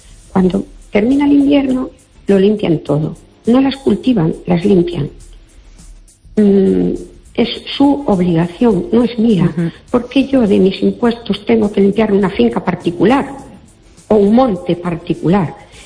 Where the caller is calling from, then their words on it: Fene, Galicia, Spain; Hola, buenas noches.